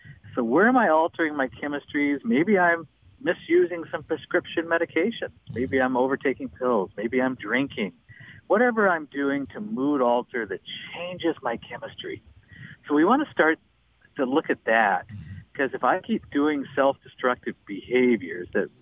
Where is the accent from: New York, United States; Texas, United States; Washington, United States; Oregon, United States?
Washington, United States; Seattle; Now, I'm from Seattle. There's a lot of caffeine out here.